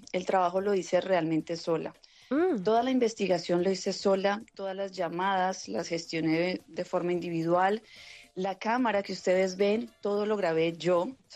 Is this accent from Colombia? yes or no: yes; Colombia; como colombianos yo hablo en mi país cuando me corresponda, en mi ciudad